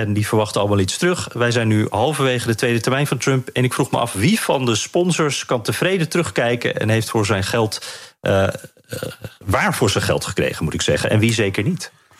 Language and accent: Dutch; Netherlands